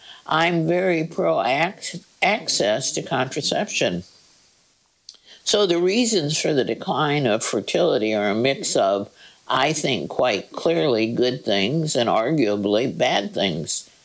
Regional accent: Madrid, Community of Madrid, Spain; I'm originally from Madrid in Spain. A lot of the residential neighborhoods in Madrid are ugly.

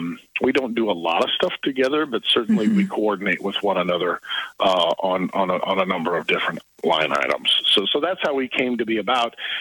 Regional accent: Muskoda, United States; also born or lived in Shiloh; So Muskoda is my hometown. I moved all the way to Shiloh, 10 miles away, when I got married and graduated from college. In 2006, I came back to Muskoda for work

